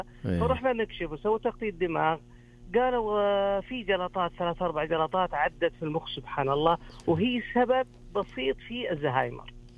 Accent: Medina, Medina Province, Saudi Arabia; من المدينة منورة.

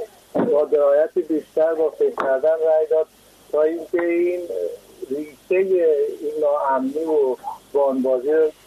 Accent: Afghanistan; من از همزبانه همسایتون از افغانستان هستم.

